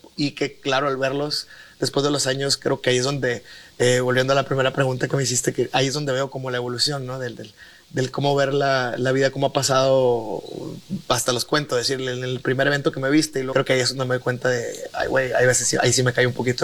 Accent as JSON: {"language": "Spanish", "country": "Mexico", "said": "como mexicanos tenemos pocos años que nos volvimos a dar cuenta de lo importante que es el representar nuestra cultura, el representar nuestro país"}